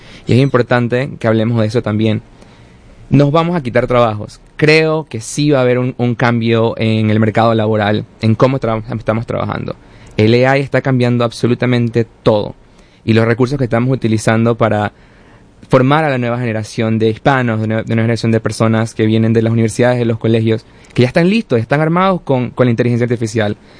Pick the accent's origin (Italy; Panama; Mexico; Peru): Panama; moved away as an adult; now in United States; soy panameño, orgullosamente, crecí y nací en Panamá, me mudé a los Estados Unidos cuando tenía 18 para atender la universidad